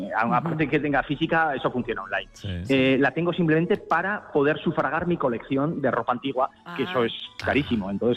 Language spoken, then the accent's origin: Spanish; Sabiñánigo, Aragon, Spain; now in Valderrobres, Spain; Yo soy de Sabiñánigo, de la provincia de Huesca, pero llevo ya aquí casi 26 años.